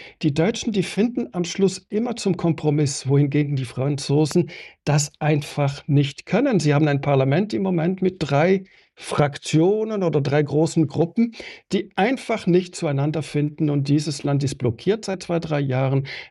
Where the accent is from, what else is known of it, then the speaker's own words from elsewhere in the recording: Switzerland; Ich bin Schweizer und ich beobachte mit Engagement die deutsche Politik